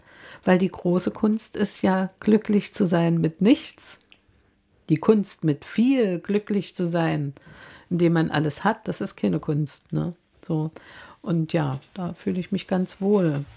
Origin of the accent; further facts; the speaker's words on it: East Germany, Germany; Ich wusste, wo ich herkomme. Mein Großvater war Kommunist. Meine Mutter ist dann in die Partei gegangen, mein Vater auch. Und ja, also ich habe eine schöne Zeit in der DDR erlebt.